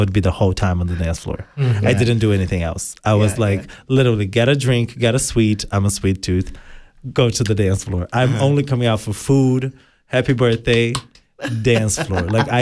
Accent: Brazil; born or raised there; moved away

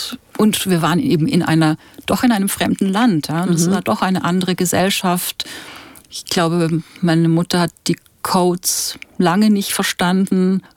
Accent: Baden-Württemberg, Germany; born there; first language Czech; German is a second language; also born or lived in Czechoslovakia; Also wir haben in einer kleinen Stadt in der Nähe von Heidelberg gewohnt

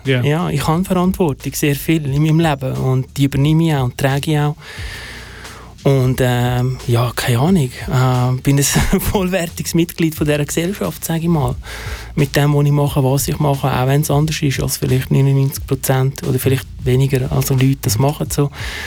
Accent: Switzerland; born there; German is a second language; als ich in die Schweiz gekommen bin, habe ich kein Wort Deutsch können. Ich war 7 und musste in Deutschunterricht gehen.

